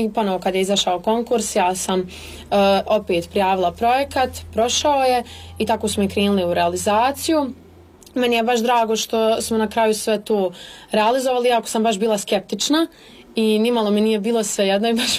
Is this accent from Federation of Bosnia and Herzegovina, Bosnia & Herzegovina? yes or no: yes; Gračanica, Federation of Bosnia and Herzegovina, Bosnia & Herzegovina; Ekipe su bile iz Lukavca, Srebrenika, Ilijaša, Brezi, Gračanice, odakle sam ja